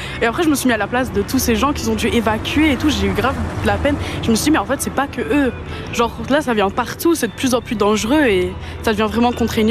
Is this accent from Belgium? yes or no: yes; Malmedy, Wallonia, Belgium; Nous, on était tout près des Fagnes, on vient de Malmedy.